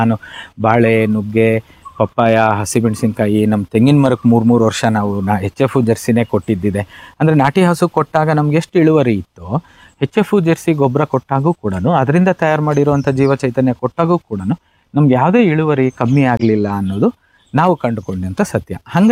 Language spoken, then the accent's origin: Kannada; Mysore, Karnataka, India; ಅಂದರೆ ನನ್ನ ಊರು ಈಗ ಮೈಸೂರಲ್ಲಿದೆ, ಮೈಸೂರು ಸುತ್ತಮುತ್ತ ಇರೋವಂಥ ಏನು ಹಸುಗಳಿದೆ